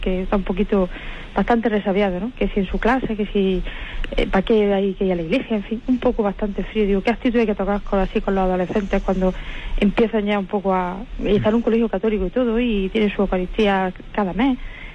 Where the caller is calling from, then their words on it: Granada, Andalusia, Spain; Soy de aquí, de Granada, le llamo.